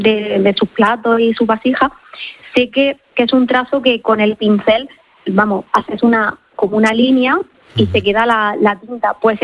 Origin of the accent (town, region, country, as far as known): Almería, Andalusia, Spain; moved away